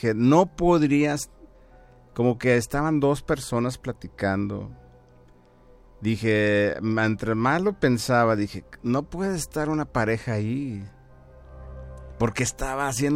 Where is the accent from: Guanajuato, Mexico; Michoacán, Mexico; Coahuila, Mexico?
Coahuila, Mexico; yo crecí en Ejido Morelos.